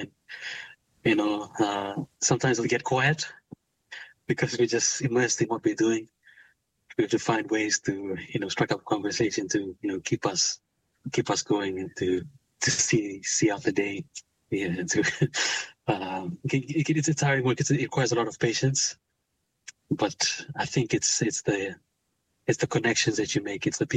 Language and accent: English; Viti Levu, Fiji; I spent much of my time growing up in Viti Levu, the other island near Suva.